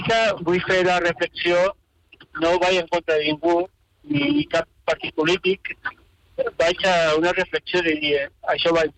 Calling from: Bellmunt del Priorat, Catalonia, Spain; vaig a Bellmunt, soc de Bellmunt

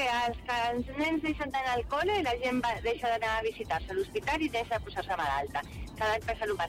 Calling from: Montmeló, Catalonia, Spain; Visc a Montmeló i treballo a la Vall d'Hebron.

